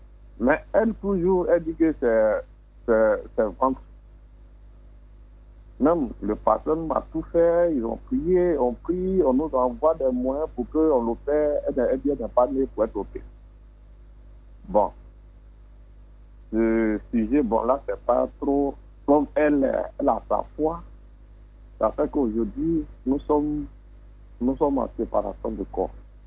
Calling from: Abidjan, Côte d’Ivoire; je vous appelle d'Abidjan.

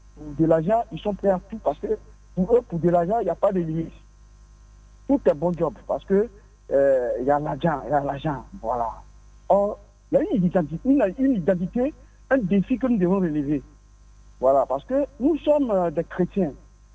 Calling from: Abidjan, Côte d’Ivoire; Depuis la Riviera Faya.

